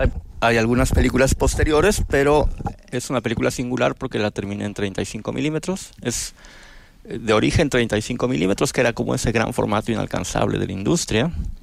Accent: Mexico City, Mexico; born there; moved away as an adult; now in Oaxaca, Mexico; Nací en Ciudad de México, pero vivo en Oaxaca desde el 94, del siglo pasado.

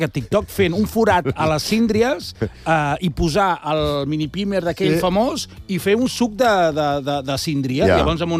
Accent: Cambrils, Catalonia, Spain; now in Barcelona, Spain; Jo sóc de Cambrils

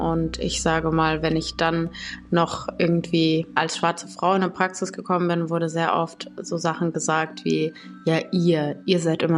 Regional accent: North Rhine-Westphalia, Germany; now in Düsseldorf, Germany; ich komme hier aus dem Ruhrgebiet, bin nach Düsseldorf gezogen.

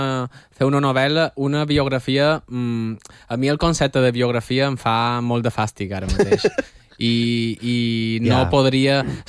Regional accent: Balearic Islands, Spain; accent: Mallorcan; He d'advertir que jo som mallorquí i el meu català ara s'està filtrant perquè m'entengueu.

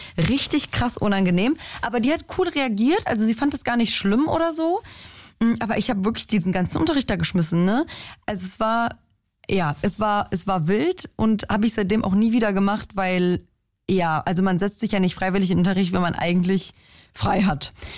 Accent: Germany; kann ich meine deutsche Cousine mitbringen

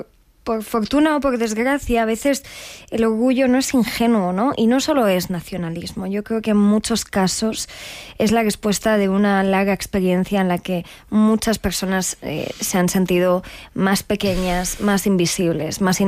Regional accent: Spain; siendo españoles

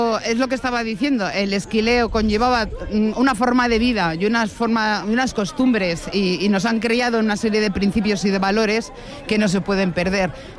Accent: Brieva de Cameros, La Rioja, Spain; also born or lived in Logroño; soy de Brieva de Cameros, casi nazco aquí, porque mis padres vivían aquí en Brieva de Cameros cuando éramos pequeños. Yo soy la cuarta de seis hermanos y justo cuando nací yo ya se bajaron a Logroño.

